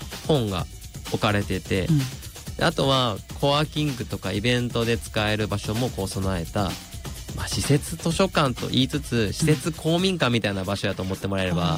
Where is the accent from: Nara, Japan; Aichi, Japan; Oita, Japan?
Nara, Japan; moved away as an adult; also born or lived in Ibaraki; now in Mito, Japan; 僕の出身奈良県です。